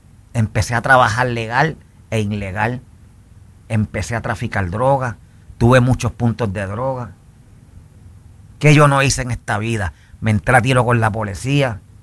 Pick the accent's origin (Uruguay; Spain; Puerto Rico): Puerto Rico; born there; moved away as an adult; also born or lived in Newark, New Jersey, United States